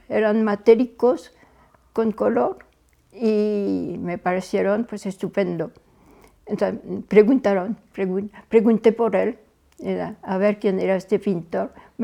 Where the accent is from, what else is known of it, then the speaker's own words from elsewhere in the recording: France; accent: French; Spanish is a second language; moved away as an adult; now in Spain; te diré que soy francesa. Me delata mi acento, lo siento después de tantos años vividos en España